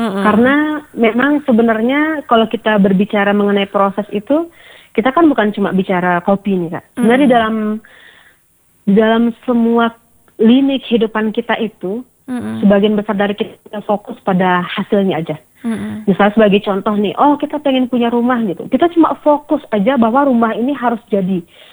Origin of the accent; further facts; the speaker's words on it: Aceh, Indonesia; tapi juga merupakan identitas dan budaya kita orang Gayo gitu.